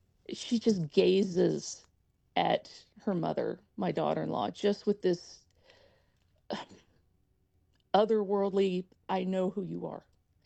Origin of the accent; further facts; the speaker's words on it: the South, United States; I grew up in the South